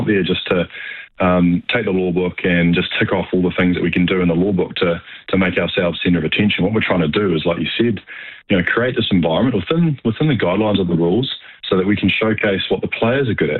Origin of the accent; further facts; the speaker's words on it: New Zealand; growing up in New Zealand, we grew up this sport.